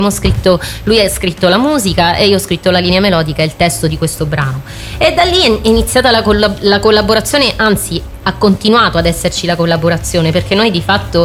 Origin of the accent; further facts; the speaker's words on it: Mosorrofa, Calabria, Italy; ed è, si può dire, un luogo vicino il mio paese d'origine, che è Mosorrofa.